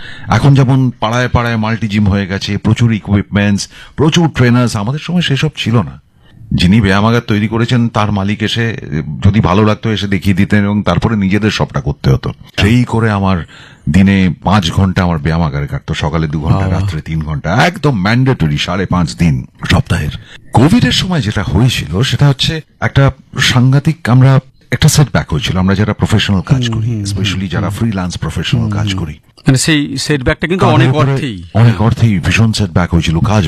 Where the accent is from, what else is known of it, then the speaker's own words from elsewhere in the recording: India; তারা কোনো সময়ই ভাবেনি আমি ভারতীয়, বিশেষ করে আমি তো বাঙালি নই আর কি।